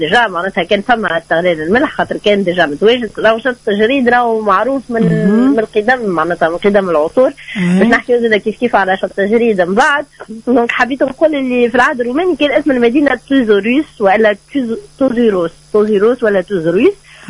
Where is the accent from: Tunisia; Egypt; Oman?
Tunisia; المدن اللي عندنا في تونس.